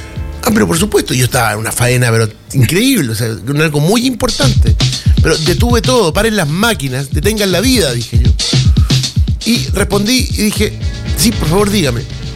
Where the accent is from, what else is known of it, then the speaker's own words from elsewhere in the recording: Valparaíso, Chile; Soy de Valparaíso. Ah, no me diga, sí, le digo. ¿Y de qué región? ¿De qué región? De Valparaíso. ¿De qué ciudad? De Valparaíso.